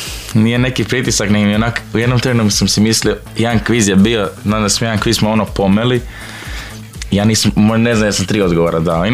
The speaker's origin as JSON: {"language": "Croatian", "town": "Zagreb", "region": "City of Zagreb", "country": "Croatia", "said": "ja sam kao iz Zagreba, ja isto imam neke korijene dolje"}